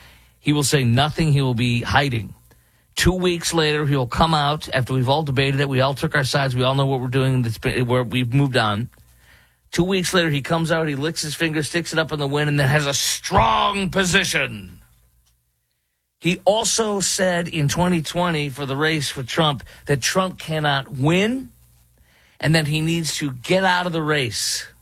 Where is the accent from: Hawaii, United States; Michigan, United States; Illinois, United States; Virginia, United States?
Illinois, United States; Chicago; I'm born and raised in Chicago